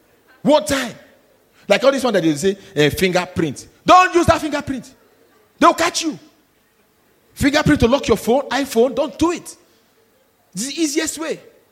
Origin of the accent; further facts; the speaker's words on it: Nigeria; I'm Nigerian.